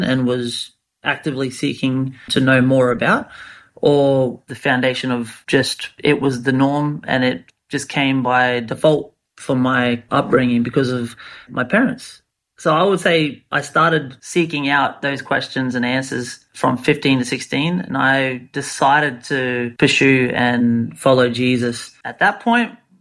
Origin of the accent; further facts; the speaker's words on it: Rockhampton, Queensland, Australia; also born or lived in Bowen; now in Brisbane, Australia; Queensland boy. I'm originally from a little town on the Whitsundays called Bowen. And born in Bowen, I was raised in Rockhampton.